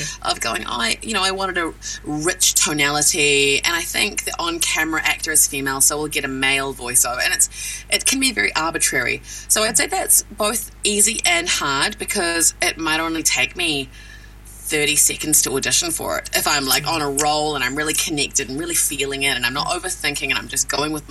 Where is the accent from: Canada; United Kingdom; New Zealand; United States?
New Zealand; as a Kiwi, I think it's also here my British and Scottish and Irish heritage